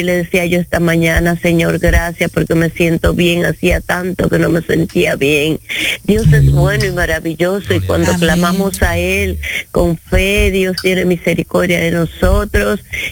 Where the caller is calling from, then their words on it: Dominican Republic; Tengo 84 años, soy dominicana.